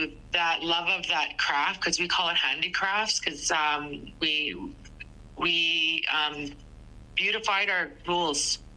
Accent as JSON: {"language": "English", "town": "Lutselk'e", "region": "Northwest Territories", "country": "Canada", "tie": "born or raised there", "moved": "yes", "said": "I grew up communally in Lutsoke, and every house that you went to always had beading or sewing on the table. Lutsoke is a very isolated community"}